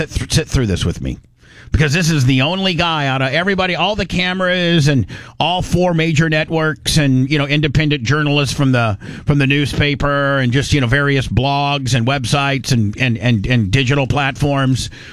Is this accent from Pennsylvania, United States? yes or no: no; Chicago, Illinois, United States; I'm a Chicagoan. I'm not a black Chicagoan. I'm a Chicagoan, just like I'm an American.